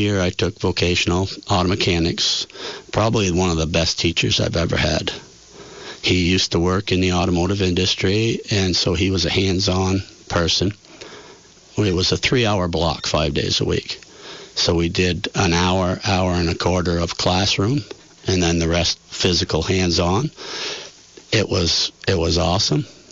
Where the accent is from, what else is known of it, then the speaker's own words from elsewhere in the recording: Barre, Vermont, United States; Grew up in Barrietown. I was born in Barrie City Hospital, which no longer exists. I'm the fifth generation, and my son and my grandson live on the farm with me.